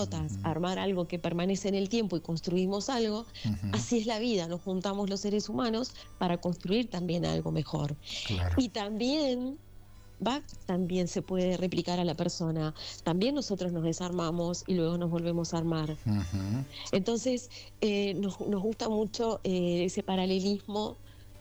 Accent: Maldonado, Uruguay; now in Montevideo, Uruguay; empezamos en Maldonado, que es mi ciudad natal. Yo nací ahí, viví 40 años en Montevideo.

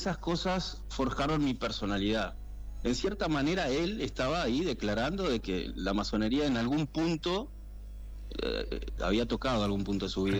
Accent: Rivera, Uruguay; yo soy del interior, soy de Rivera, y entonces esta temática de lo rural también de cierta manera me interpela

